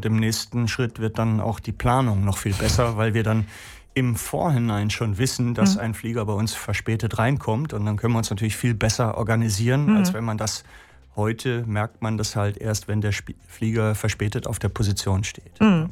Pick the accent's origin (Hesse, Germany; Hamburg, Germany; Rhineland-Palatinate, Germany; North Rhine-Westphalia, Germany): Hamburg, Germany; moved away; gehe ich als Hamburger auch sehr gerne hin.